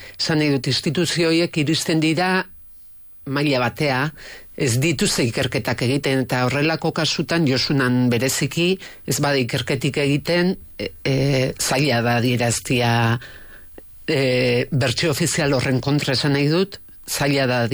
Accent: Pamplona, Navarre, Spain; born there; Hombre, hemen jaioa gara.

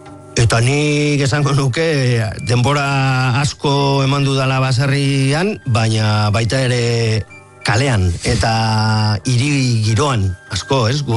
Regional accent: Larrabetzu, Basque Country, Spain; Larrabetzuko goizko lizalde auzoa, eta Areatza baserria, poema batean agertzen den areatza baserria, gure baserria.

